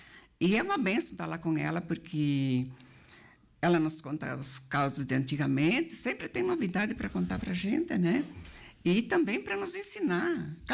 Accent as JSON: {"language": "Portuguese", "town": "Marau", "region": "Rio Grande do Sul", "country": "Brazil", "tie": "born there", "said": "Ah, eu nasci lá na linha 18 Roso. Naquele tempo era o distrito de Vila Maria, que pertencia ao município de Marau, né?"}